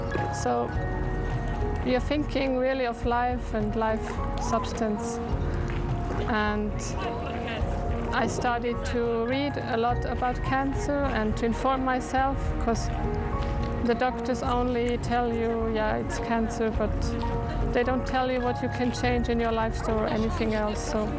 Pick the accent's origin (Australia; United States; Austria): Austria; English is a second language; moved away as an adult; now in Switzerland; I'm originally from Austria, but I live in Switzerland for almost 10 years.